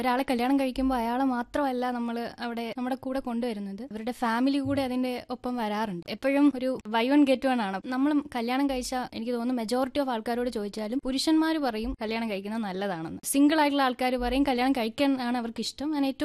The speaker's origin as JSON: {"language": "Malayalam", "town": "Chadayamangalam", "region": "Kerala", "country": "India", "said": "ചടയമംഗലത്ത് നിന്നാണ് വരുന്നത്."}